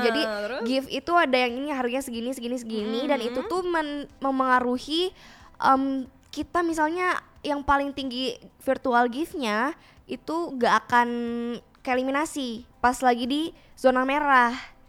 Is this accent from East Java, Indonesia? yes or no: no; Bali, Indonesia; Iya dari berbagai Indonesia dan aku dari Bali, satu-satunya dari Bali.